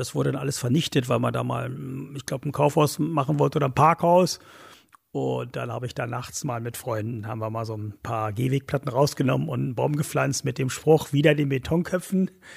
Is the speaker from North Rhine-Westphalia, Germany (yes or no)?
no; Wieblitz, Saxony-Anhalt, Germany; Könnte ich hier in Wieblitz in meinem Heimatdorf jetzt weitermachen.